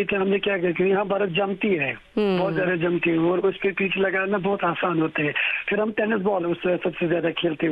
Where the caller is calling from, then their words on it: Budgam, Jammu and Kashmir, India; लेकिन मैं सेंट्रल कश्मीर से बात कर रहा हूँ, जिला बड़गाम में हमारा गांव पड़ता है।